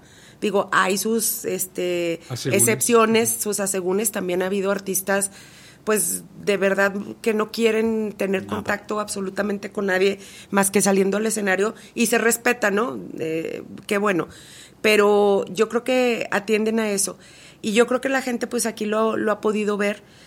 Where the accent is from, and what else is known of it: Mexico